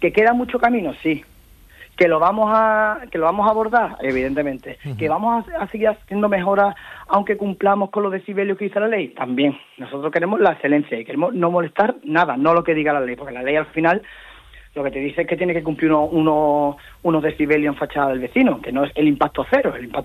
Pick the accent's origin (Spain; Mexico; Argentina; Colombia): Spain; Cádiz, Andalusia; evidentemente somos gente sensible, somos gente de Cádiz y queremos caminar.